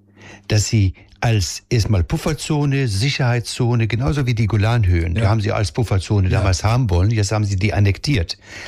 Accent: Palestine; now in Germany; als Palästinenser

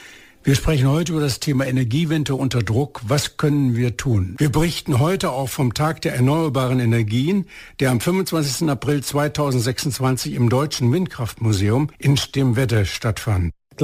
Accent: Bielefeld, North Rhine-Westphalia, Germany; Ich komme ja eigentlich aus Bielefeld.

